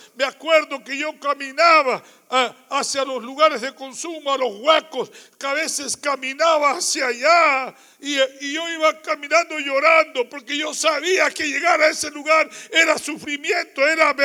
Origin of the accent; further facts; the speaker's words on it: Lima, Peru; las calles de Lima, Perú, de donde vengo.